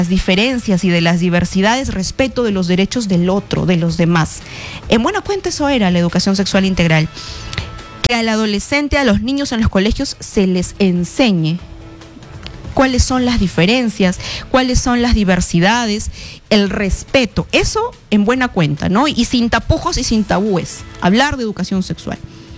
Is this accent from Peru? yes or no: yes; Peru